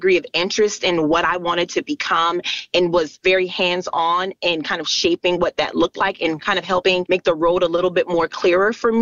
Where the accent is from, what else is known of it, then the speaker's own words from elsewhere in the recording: James Island, South Carolina, United States; So I actually was born and raised on James Island. So I am a Binya, and I left James Island to go to college at Coastal Carolina University down in Conway or Myrtle Beach.